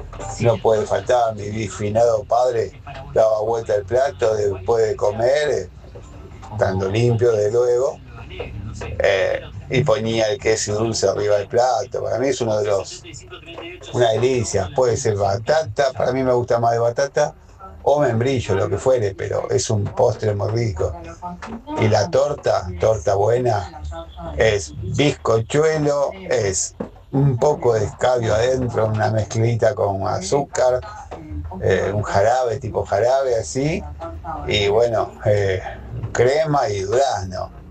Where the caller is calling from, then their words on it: La Matanza, Buenos Aires, Argentina; Estoy en la localidad de este momento de La Matanza, a Balde.